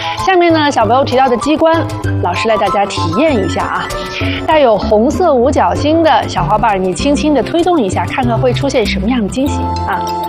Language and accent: Chinese; China